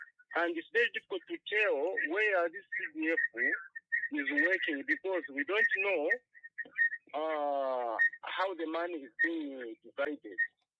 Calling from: Solwezi, North-Western Province, Zambia; calling from Sorwezi

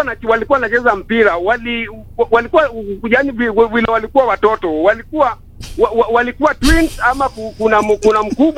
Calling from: Kisumu County, Kenya; Mimi niko Kajulu Gotnyabondo kaunti ya Kisumu. Mimi natoka kaunti ya Kisumu.

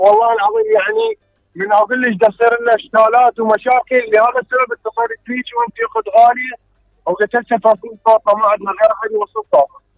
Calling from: Baghdad, Baghdad Governorate, Iraq

